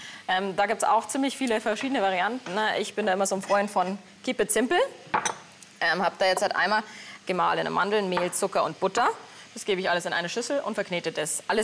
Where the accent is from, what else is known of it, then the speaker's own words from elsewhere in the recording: Bavaria, Germany; Also in Niederbayern. Ich bin gebürtig aus Landshut und eine halbe Stunde vor Landshut aufgewachsen.